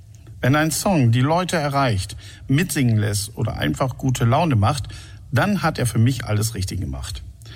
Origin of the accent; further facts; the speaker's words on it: Versmold, North Rhine-Westphalia, Germany; Hallo Schlagerfreunde … Ich komme aus Versmold und bin seit 40 Jahren als DJ auf Hochzeiten unterwegs.